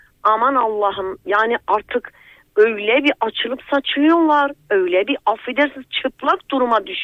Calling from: Malatya, Turkey; Malatya merkez.

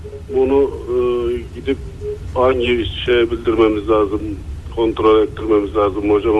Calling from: Izmir, İzmir, Turkey; İzmir'den arıyorum.

